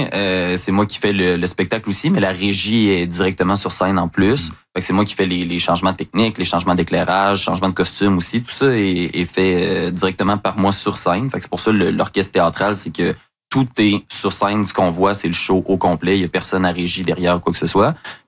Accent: Lévis, Quebec, Canada; Après avoir passé toute mon enfance à Lévis, en plus, là, qui est d'ailleurs

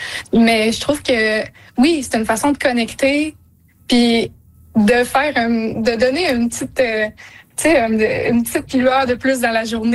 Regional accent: Quebec, Canada; Et moi, je suis québécoise, puis je veux mettre le Québec en valeur.

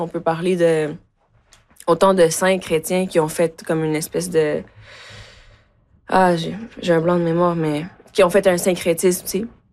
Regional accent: Quebec, Canada; born there; French is a second language; also born or lived in Mexico; Je suis née au Mexique. Je suis arrivée au Québec à 9 ans. Je ne parlais pas un mot de français. Je suis allée en classe d'accueil. J'ai fait mon adolescence au Québec.

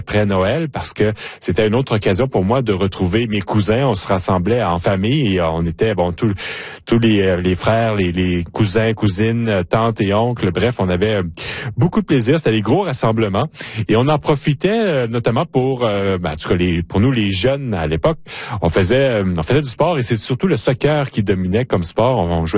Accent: Quebec, Canada; moved away; au Québec, quand j'étais plus près de ma famille, la Saint-Jean-Baptiste était quelque chose de très, très gros.

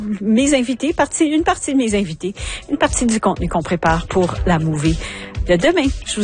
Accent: Baie-Sainte-Marie, Nova Scotia, Canada; J'étais de passage chez moi à la Baie-Sainte-Marie et j'ai découvert le Workshop Café.

